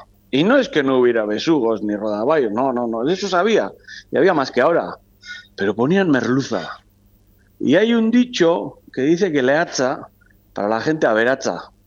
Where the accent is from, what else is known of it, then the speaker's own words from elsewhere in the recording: Ondarroa, Basque Country, Spain; O sea, mi pueblo, Ondarroa, antes era Dios. Han llegado a tener 170 y pico barcos de altura y otros pues 50 o 70 de bajura. Y hoy en día no sé si llegan a 10 en total